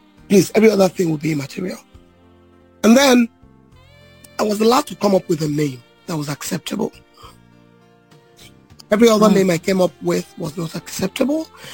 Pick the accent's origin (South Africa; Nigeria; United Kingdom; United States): Nigeria; I'm a Yoruba girl. I am from Ibaraki Central Local Government Area.